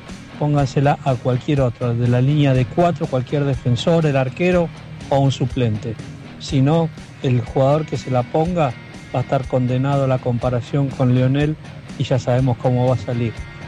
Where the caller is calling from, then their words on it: Olivos, Buenos Aires Province, Argentina; … de Olivos